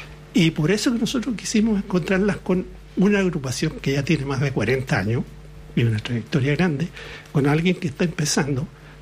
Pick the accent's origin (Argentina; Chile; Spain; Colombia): Chile; Maule; Yo soy del Maule y ahí se hacían los mingacos para hacer labores comunitarias